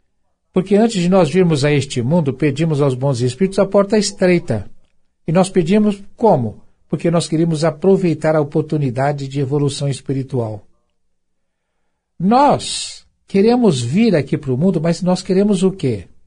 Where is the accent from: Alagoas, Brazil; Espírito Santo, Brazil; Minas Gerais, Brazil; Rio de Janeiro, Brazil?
Minas Gerais, Brazil; eu sou mineiro